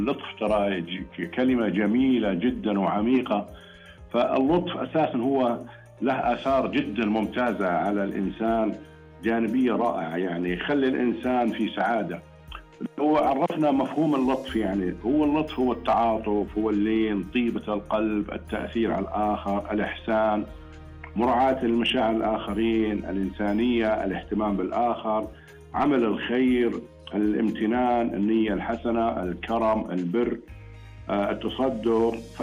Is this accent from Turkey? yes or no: yes; Turkey; أو أنا أحب أقدم لك أي خدمة لأني أنا كتركي